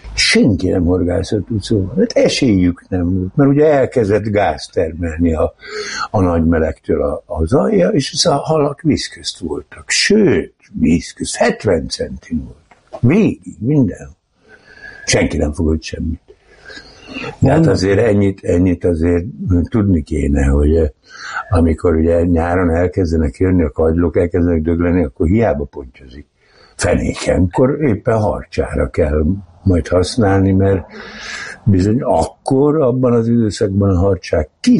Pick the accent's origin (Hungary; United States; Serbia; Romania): Hungary; Tatabánya, Komárom-Esztergom; born there